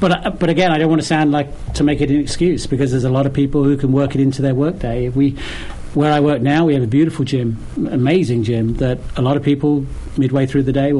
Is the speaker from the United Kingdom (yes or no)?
yes; United Kingdom; moved away as an adult; now in United States; Originally from the U.K., but when I came here, met my wife here, and we both worked locally in Norwell.